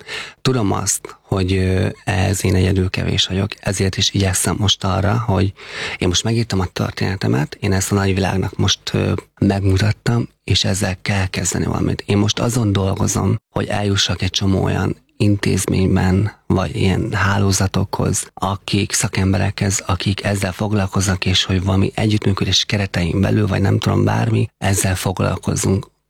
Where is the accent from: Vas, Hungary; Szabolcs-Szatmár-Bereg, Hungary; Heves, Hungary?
Heves, Hungary; Ugye Heves megyében nőttem föl.